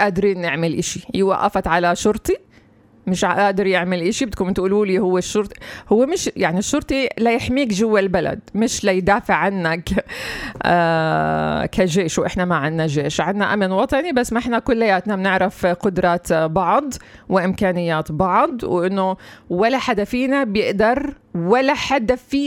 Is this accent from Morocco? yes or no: no; Palestine; إحنا كفلسطينيين